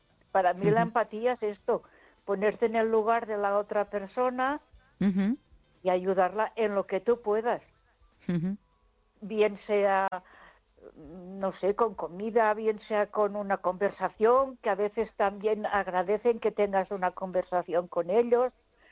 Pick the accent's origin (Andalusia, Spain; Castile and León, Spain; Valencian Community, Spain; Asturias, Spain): Castile and León, Spain; Ponferrada